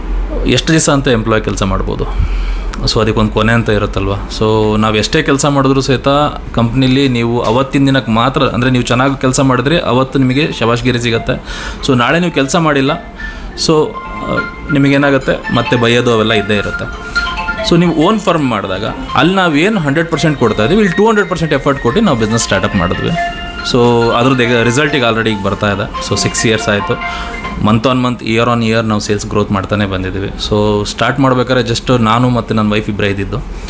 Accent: Shivamogga, Karnataka, India; ನಾನು ಹುಟ್ಟಿ ಬೆಳೆದಿದ್ದೆಲ್ಲ ಶಿವಮೊಗ್ಗ. ತಾಯಿದು ನೇಟಿವ್ ತೀರ್ಥಳ್ಳಿ ಬರುತ್ತೆ, ತಂದೆದು ಅಷ್ಟೇ ನೇಟಿವ್ ತೀರ್ಥಳ್ಳಿನೇ. ಬಟ್ ನಾವು ಶಿವಮೊಗ್ಗದಲ್ಲೇ, ನಾನು ಹುಟ್ಟಿದ್ದೆಲ್ಲ ಶಿವಮೊಗ್ಗದಲ್ಲೇ. ಸೊ ಐನೂರು ಗೇಟು ನಂದು ಆ್ಯಕ್ಚುಲಿ ಹುಟ್ಟಿ ಸಣ್ಣ ವಯಸ್ಸಿಂದ ಬೆಳೆದಿರೋಂಥದ್ದು.

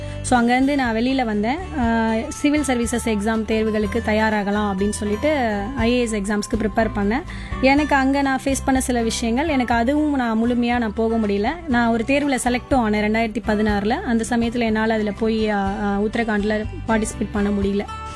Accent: Arittapatti, Tamil Nadu, India; moved away as an adult; என்னுடைய பிறந்த ஊர் நீங்க சொன்ன மாதிரி அரிட்டாபட்டி அப்படின்னு ரொம்பவே ஒரு சின்ன ஒரு கிராமம்.

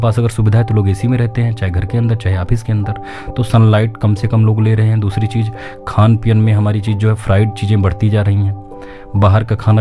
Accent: Uttar Pradesh, India; मैं इसी क्षेत्र का रहने वाला हूँ, यहीं का मैं नागरिक हूँ, अगर उनकी चीज़ों को मैं नहीं समझ पाऊँगा तो हमसे बेहतर कोई नहीं समझ सकता। यहाँ इस जिले का जो सबसे पिछड़ा एरिया तरबगंज है, वहाँ का जो सबसे पिछड़ा एरिया है वहाँ मेरा घर है

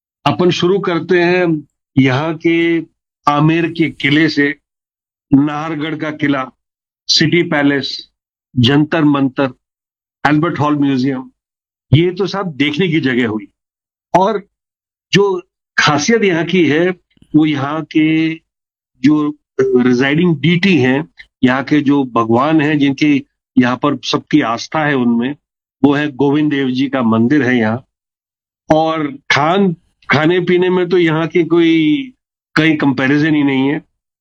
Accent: Kota, Rajasthan, India; now in Jaipur, India; जयपुर में वैशाली नगर में रहता हूं। यहां पर मैंने अपना मकान बनाया है। ओरिजिनली हम लोग सब कोटा से बिलोंग करते हैं। अभी 20 साल से मैं जयपुर में रह रहा हूं।

